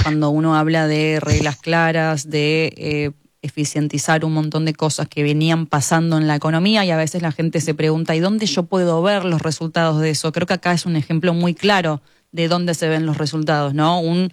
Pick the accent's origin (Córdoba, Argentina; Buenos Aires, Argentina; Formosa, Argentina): Formosa, Argentina; moved away; Yo soy de Formosa y allá, por ejemplo, el gas es garrafa.